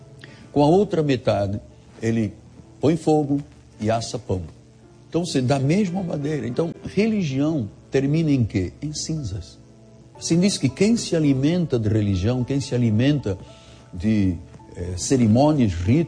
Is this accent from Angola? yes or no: yes; Angola; born there; moved away; Eu fui um religioso durante 21 anos. Eu era da Igreja Católica Apostólica Romana, na minha terra, em Angola.